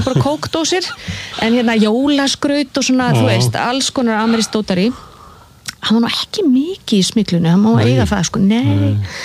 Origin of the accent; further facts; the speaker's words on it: Seltjarnarnes, Capital Region, Iceland; það var bara frábær tími og yndislegt að alast upp á Seltjarnarnesinu